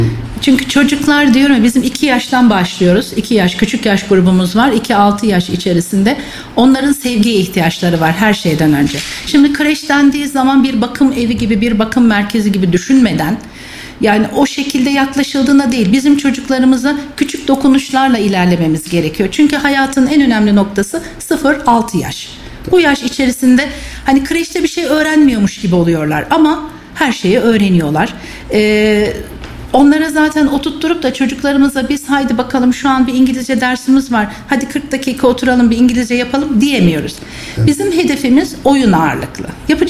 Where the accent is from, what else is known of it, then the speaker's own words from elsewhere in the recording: Kayseri, Turkey; Aslen Kayseriliyim. Eşim asker. Biz yıllarca gurbet gezdikten sonra kendi memleketimiz olan Kayseri'ye döndük.